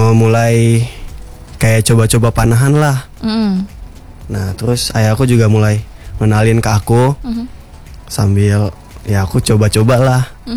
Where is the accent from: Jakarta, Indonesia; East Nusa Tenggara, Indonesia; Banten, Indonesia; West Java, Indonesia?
Banten, Indonesia; Tangerang; born there; Aku lahir di Tangerang. Mm-hmm. 29 Agustus 2008.